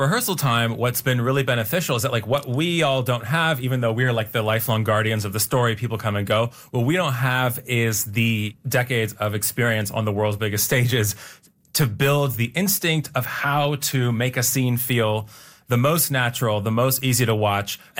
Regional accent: Toronto, Ontario, Canada; also born or lived in Bridgeport, Connecticut, United States; I was born in Bridgeport, Connecticut, which was near New York City, where most of the you know, the half-siblings, the Diblings, the donor siblings originated. But one of them, amazingly, was born in Toronto, where I then grew up.

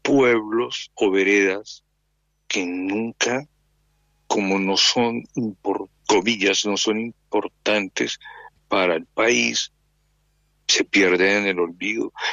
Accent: Colombia

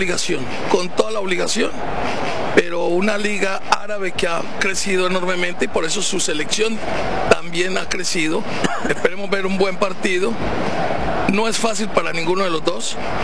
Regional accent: Colombia; moved away; yo votaba en Colombia

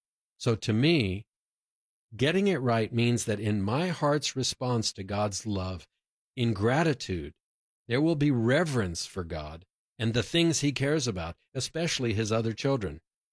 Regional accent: United States; I'm an American Jew

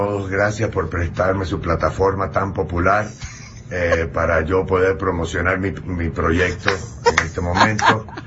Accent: Puerto Rico; now in Miami, United States; yo nací y me crié en Puerto Rico, donde la mitad del idioma es inventado, y luego me mudo a Miami, donde la otra mitad también es inventada

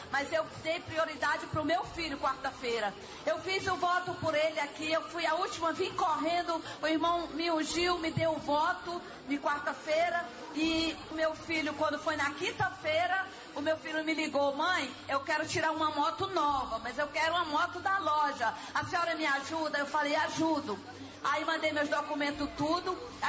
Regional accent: Cachoeiras de Macacu, Rio de Janeiro, Brazil; Eu venho lá de Cachoeira de Macacu para fazer essa campanha.

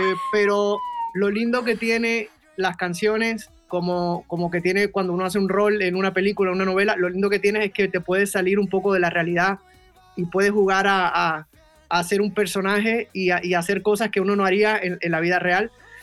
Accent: Puerto Rico; yo soy boricua, soy de Puerto Rico, llevo esas ganas de bailar en la sangre

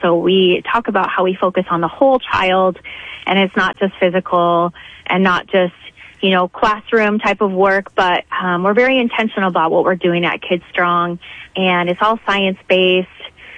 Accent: Midwest, United States; also born or lived in Arizona, United States; now in Sioux Falls, United States; So my family moved up from Arizona. I'm originally from the Midwest, but have been living in the desert for about 15 years now.

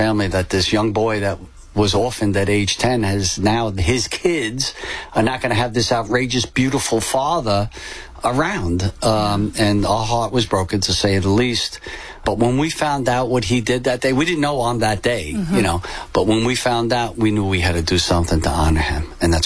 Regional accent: Staten Island, New York, United States; came back and lived with me on Staten Island. We're all from Staten Island.

